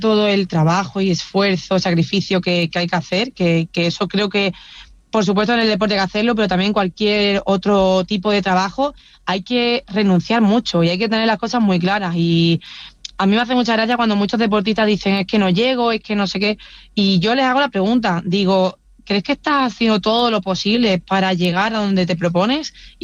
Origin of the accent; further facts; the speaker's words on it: Huelva, Andalusia, Spain; cuando bajé a mi tierra, a Huelva